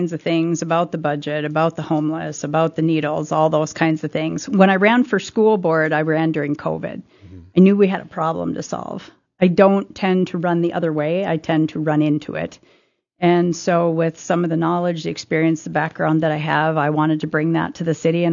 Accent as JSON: {"language": "English", "town": "Wahpeton", "region": "North Dakota", "country": "United States"}